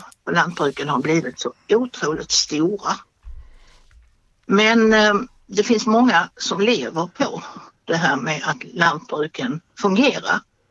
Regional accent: Skåne, Sweden; accent: Scanian; now in Vimmerby, Sweden; Ja, det är tyvärr så att de inte har någon SFI-undervisning för oss skåningar.

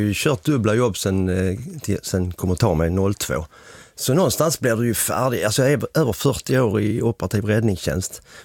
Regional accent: Helsingborg, Skåne, Sweden; Vi kom ju inte från Stockholm, vi kom från Helsingborg.

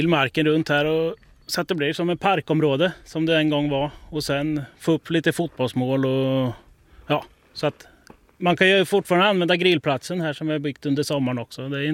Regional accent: Sweden; Ja, i samhället är jag uppvuxen, men i andra sidan av samhället.

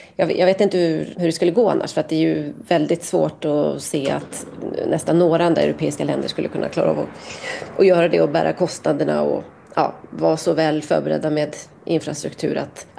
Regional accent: Sweden; Men som svensk så var det ju liksom inget favorit-VM.

